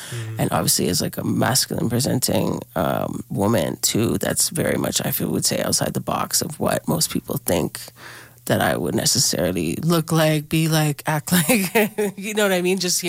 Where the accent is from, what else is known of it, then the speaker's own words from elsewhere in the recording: Toronto, Ontario, Canada; growing up in Toronto, we obviously, you know, grow up listening to certain things and influences.